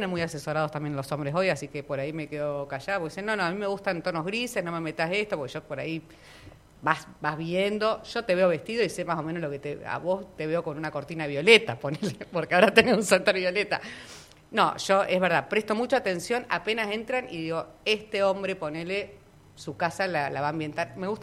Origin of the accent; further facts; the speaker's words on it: Argentina; Pero no, yo soy de Argentina.